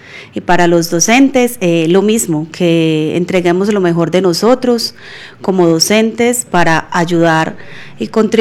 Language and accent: Spanish; Tarazá, Antioquia, Colombia; Vengo del municipio de Tarazá.